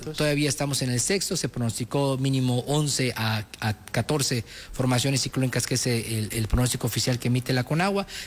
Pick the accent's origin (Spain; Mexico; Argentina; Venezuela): Mexico; Yucatán; acá en Yucatán es tema de globitos, bizcochitos, alguna galleta, que eso no puede faltar, como buen yucateco